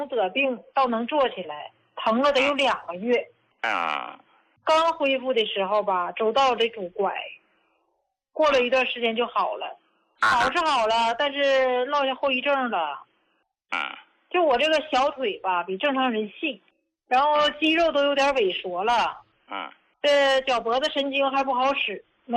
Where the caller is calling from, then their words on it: Heilongjiang, China; 胡老师，我是黑龙江的，我今年66岁